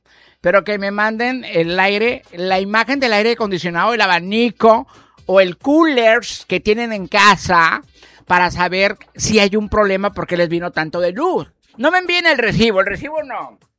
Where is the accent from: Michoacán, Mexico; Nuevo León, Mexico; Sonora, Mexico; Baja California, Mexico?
Baja California, Mexico; Tijuana; vengo de Tijuana, vengo de TJ